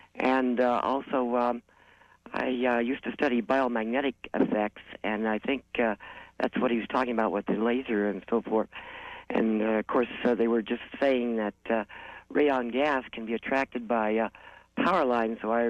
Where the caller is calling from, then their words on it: Sunland, California, United States; I'm calling from Sunland, California.